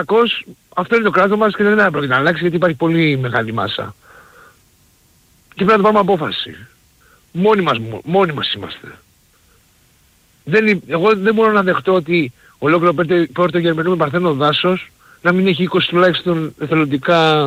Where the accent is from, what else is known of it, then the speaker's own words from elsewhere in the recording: Samos, North Aegean, Greece; Εγώ είμαι από τη Σάμμο καταγωγή.